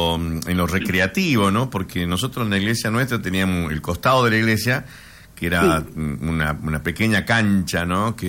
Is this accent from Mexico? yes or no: no; Argentina; Que los argentinos somos muy particulares.